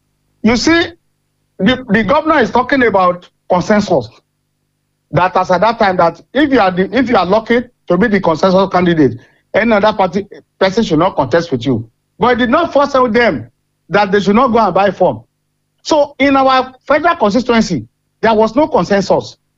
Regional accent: Ondo, Nigeria; I'm from Watatin in Akuba.

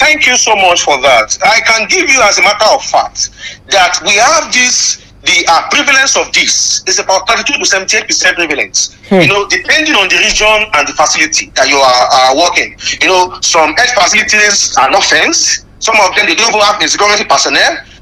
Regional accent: Nigeria; We are all Nigerian

